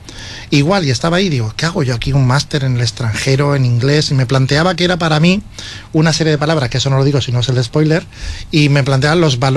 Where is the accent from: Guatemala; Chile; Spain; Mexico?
Spain; Valencian Community; moved away as an adult; Y desde entonces salí con 18 años de la Vega Baixa y hasta ahora.